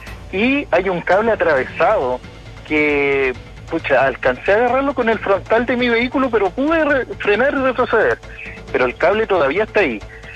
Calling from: Biobío, Chile; yo soy vecino acá de la Villa Galilea.

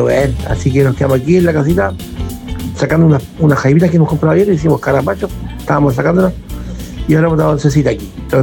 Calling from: Santa Sabina, Chile; Aquí estoy en mi casita, no quisiera ver al … porque no estoy cerquita aquí, yo vivo en Santa Sabina.

